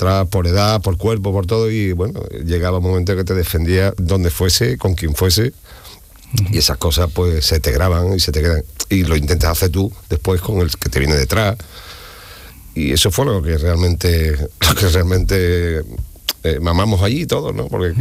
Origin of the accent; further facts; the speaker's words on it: Andalusia, Spain; yo venía del Aljarafe, que era otro equipo, yo me crié en el Aljarafe.